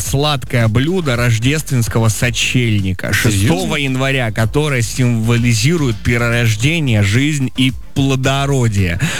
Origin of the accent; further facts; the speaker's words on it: Krasnoyarsk, Krasnoyarsk Krai, Russia; Я из Красноярска.